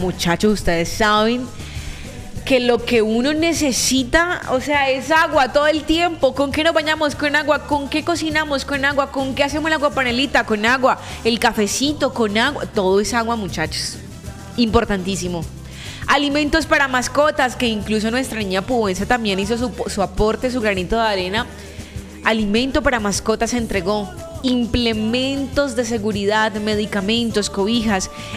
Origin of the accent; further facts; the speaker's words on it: Colombia; somos colombianos.